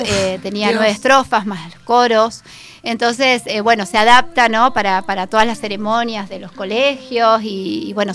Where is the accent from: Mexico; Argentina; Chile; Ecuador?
Argentina